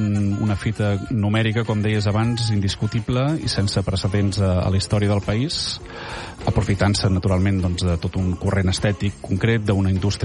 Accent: Catalonia, Spain; I, en definitiva, com a catalans, cal celebrar que una proposta de música catalana doncs, tingui aquest

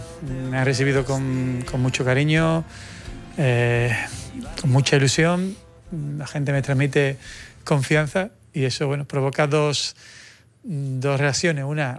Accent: San Fernando, Andalusia, Spain; also born or lived in Seville; now in Barcelona, Spain; San Fernando es mi ciudad, es mi tierra, es mi pueblo donde nací y donde me encuentro

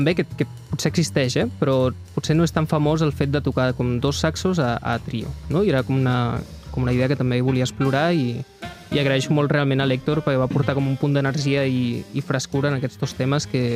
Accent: Barcelona, Catalonia, Spain; soc de Sant Andreu de pràcticament tota la vida

